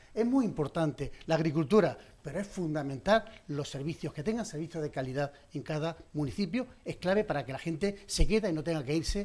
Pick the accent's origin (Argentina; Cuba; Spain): Spain; Poca gente sabe que en Estados Unidos el principal país que vende aceite somos los españoles.